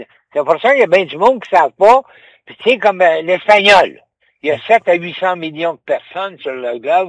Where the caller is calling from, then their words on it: Quebec, Canada; J'ai dit non, je suis Québécois.